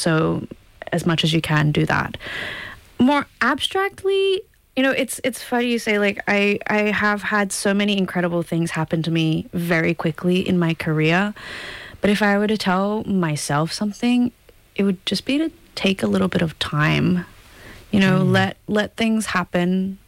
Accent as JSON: {"language": "English", "country": "Australia", "also_born_or_lived": "Chicago", "lives_now": "Vienna, Austria", "said": "I am very Australian."}